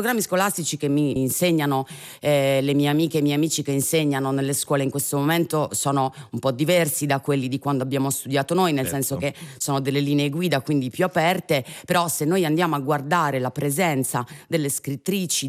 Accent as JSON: {"language": "Italian", "region": "Sardinia", "country": "Italy", "moved": "yes", "lives_now": "Rome, Italy", "said": "dalla Sardegna, da un paese in provincia di Cagliari, ma sì. In questo momento da Torpignattara."}